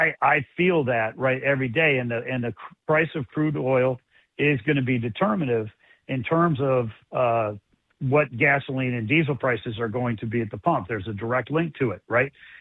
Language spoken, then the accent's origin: English; Blowing Rock, North Carolina, United States; I grew up in Blowing Rock, you know, right up the Blue Ridge Parkway, and 534 people when I grew up. It was a tiny little town. We had one stoplight and a Hardee's.